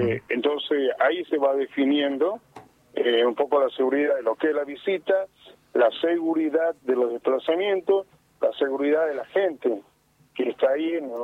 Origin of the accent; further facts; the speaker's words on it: Tucumán, Argentina; born there; La parte de atrás del aeropuerto es un pueblo donde yo nací.